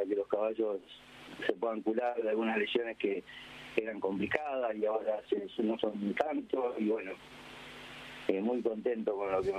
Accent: Lincoln, Buenos Aires Province, Argentina; moved away as an adult; now in San Isidro, Argentina; La verdad que a mí me gustó siempre, de chico, en Lincoln.

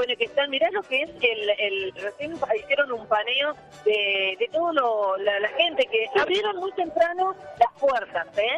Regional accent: Tucumán, Argentina; nos llena de orgullo como tucumanos, como norteños y como parte de este país tan importante como es la República Argentina.

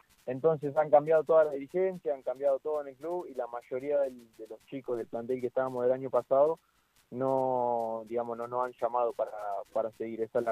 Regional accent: Ramallo, Buenos Aires Province, Argentina; moved away as an adult; now in near Florence, Italy

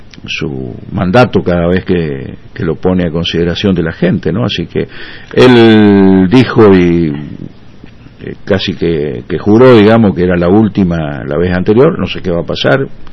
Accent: Las Breñas, Chaco, Argentina; volviendo mañana, si Dios quiere, a mi pueblito.

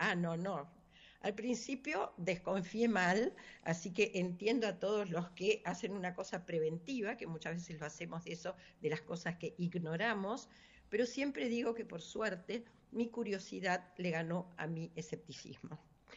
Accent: Argentina; nacimos en Argentina y no en África

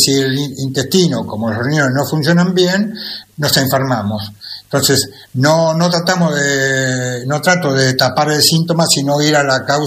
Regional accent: Buenos Aires, Argentina; moved away as an adult; also born or lived in Carhué, Argentina; now in Bolívar, Argentina; Bien, nosotros somos originalmente de Capital Federal, de Buenos Aires, y estuve 4 años trabajando como director médico en un hospital en Carué, el partido de Adolfo Alsina

